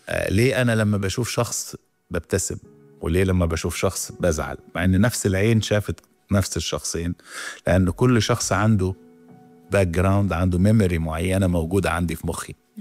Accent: Egypt; أنا كمصري أحب الشعب الإماراتي مثلا

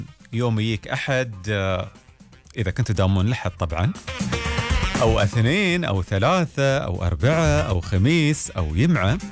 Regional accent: Iraq; الأحد يبدأ الأسبوع من يسرى عندنا في العراق، ما اختلفنا.

